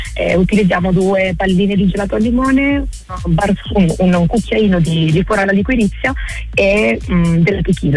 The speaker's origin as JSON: {"language": "Italian", "region": "Calabria", "country": "Italy", "said": "sono calabrese"}